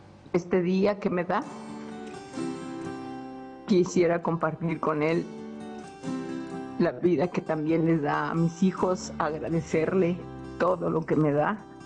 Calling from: Guadalajara, Jalisco, Mexico; de aquí de Guadalajara.

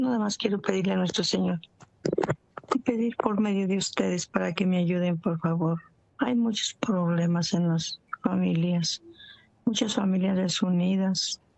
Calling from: Michoacán, Mexico; Soy de México, de Michoacán, de acá de Michoacán.

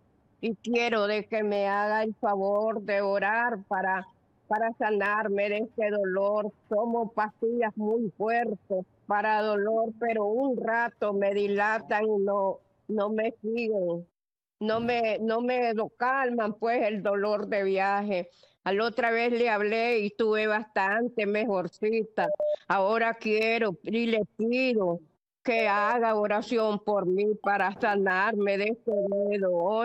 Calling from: San Marcos, Carazo, Nicaragua; Yo que ya estoy llamando de San Marcos, Carazo, de Nicaragua.

